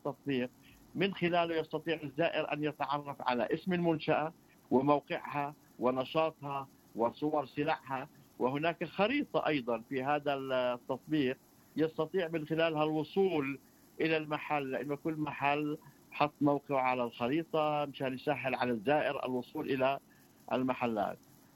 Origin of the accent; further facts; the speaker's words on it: Nablus, West Bank, Palestine; في خان الوكالة عندنا في نابلس